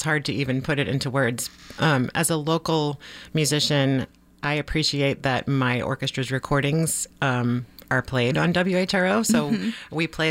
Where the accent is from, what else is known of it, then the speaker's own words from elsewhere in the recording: Lynchburg, Virginia, United States; growing up, the car radio was always on the Roanoke station. I'm from Lynchburg.